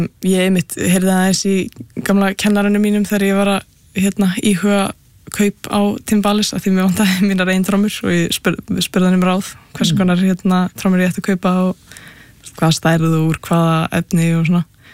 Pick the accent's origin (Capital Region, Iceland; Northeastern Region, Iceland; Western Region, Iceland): Capital Region, Iceland; Nei, ég er ættu að vestan ég úlst upp bara hérna bara á höfburgarsvæðinu sko.